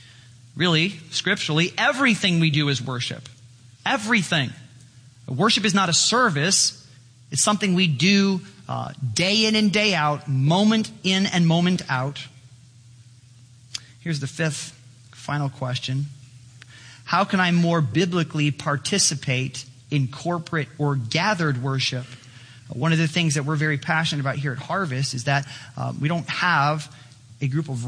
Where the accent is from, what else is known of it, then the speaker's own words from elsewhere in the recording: Chicago, Illinois, United States; Well, back in Chicago, there was a casino in my hometown.